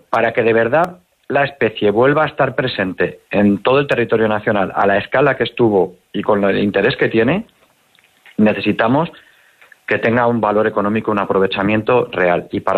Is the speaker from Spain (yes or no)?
yes; Soria, Castile and León, Spain; estoy yo, que soy soriano, aunque mi empresa está en Burgos, pero yo trabajo en todo el territorio y soy de Soria.